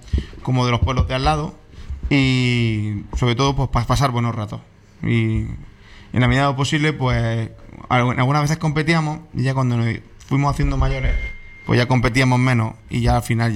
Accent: María, Andalusia, Spain; Mi pueblo, María.

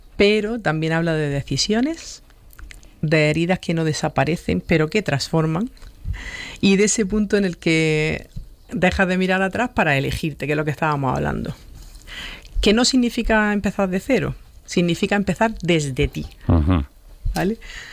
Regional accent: Huércal de Almería, Andalusia, Spain; born or raised there

